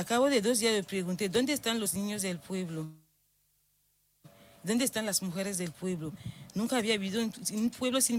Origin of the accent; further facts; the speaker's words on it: Cameroon; moved away as an adult; now in Spain; en Camerún siempre se lo cuento a mis amigas que están aquí, que vivimos en comunidad